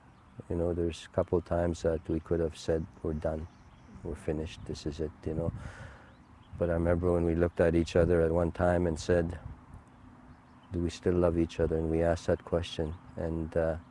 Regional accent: Canada; first language Cree; English is a second language; My first language is Cree. Oh, okay. And then my second language is English.

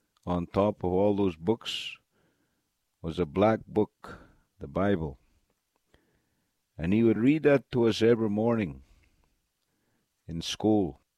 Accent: Swan River, Manitoba, Canada; also born or lived in Thicket Portage, Manitoba; I come from Swan River, Manitoba. And I'm a Cree.

